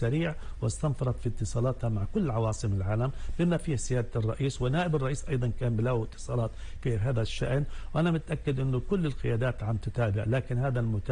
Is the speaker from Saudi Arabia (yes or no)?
no; Palestine; نحن كفلسطيني